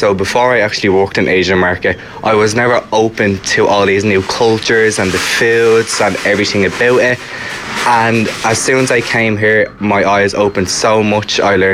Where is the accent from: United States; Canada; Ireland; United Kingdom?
Ireland; Clondalkin, Leinster; I'm originally from Ireland, Dublin, in a little town called Clondalkin.